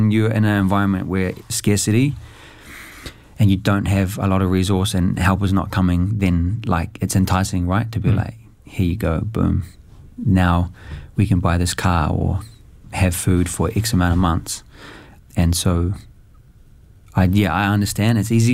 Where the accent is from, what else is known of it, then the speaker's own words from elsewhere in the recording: Papua New Guinea; my home country, Papua New Guinea, it battles with corruption at quite a, at all levels